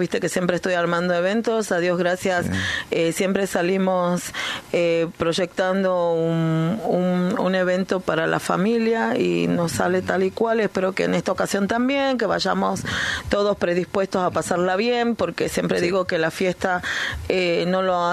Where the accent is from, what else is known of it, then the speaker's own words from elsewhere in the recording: Jujuy, Argentina; Soy jujeña, si me hablas